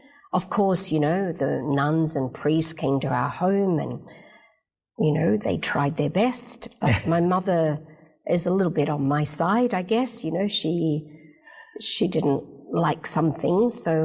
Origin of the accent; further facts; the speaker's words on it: Sydney, New South Wales, Australia; born there; I was born in Sydney, in Australia. And my parents were Catholic, and so I was in a Catholic primary school.